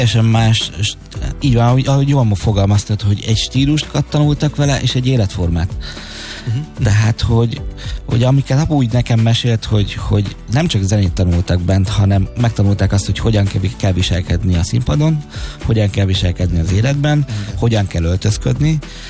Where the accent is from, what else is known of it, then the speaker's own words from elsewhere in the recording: Budapest, Hungary; born there; először az Újpesti Zeneiskolában, aztán voltam a 13. kerületi zeneiskolában.